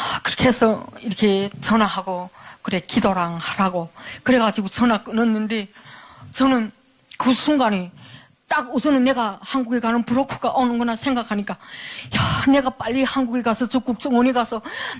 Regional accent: North Korea; moved away as an adult; 너 북한에서 왔냐 그러더라고요. 조선족인 거예요. 그래 그렇다고

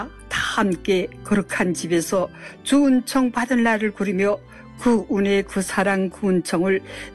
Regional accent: Hamgyong, North Korea

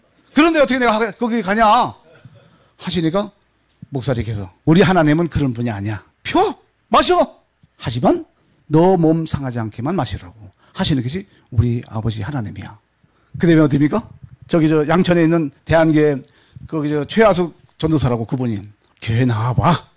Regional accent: North Korea; 해서 나는 북한 놈 맞아.

